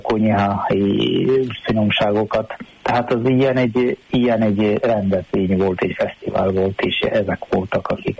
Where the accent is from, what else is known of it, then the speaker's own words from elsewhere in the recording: South India, India; Hungarian is a second language; moved away as an adult; now in Hungary; egyébként Dél-Indiából származom, már 23 éve vagyok, itt 24. évben vagyok. Hát én 2003. október 9-én érkeztem Magyarországra